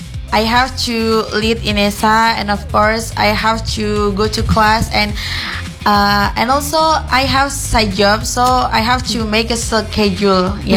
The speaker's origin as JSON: {"language": "English", "town": "Tuban", "region": "East Java", "country": "Indonesia", "second_language": "English", "moved": "as an adult", "lives_now": "Semarang, Indonesia", "said": "I'm from Tuban."}